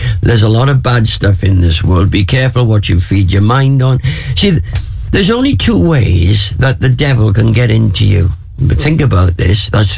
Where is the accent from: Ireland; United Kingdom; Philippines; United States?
United Kingdom; Wales; When I was growing up in Wales